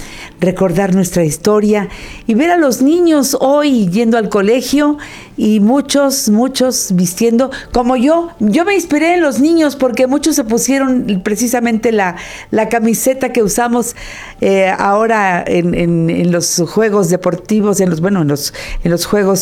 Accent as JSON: {"language": "Spanish", "country": "Mexico", "said": "me gusta todo lo que vamos armando como mexicanos y lo que sentimos."}